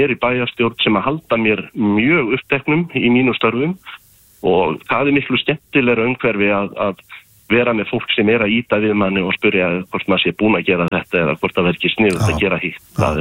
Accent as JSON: {"language": "Icelandic", "town": "Siglufjörður", "region": "Northeastern Region", "country": "Iceland", "tie": "born or raised there", "said": "Ég fættur uppalinn á Siglufirði"}